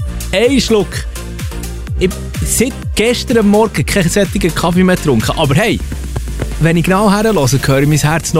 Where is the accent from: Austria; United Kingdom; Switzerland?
Switzerland; Ich als Schweizer Pünzli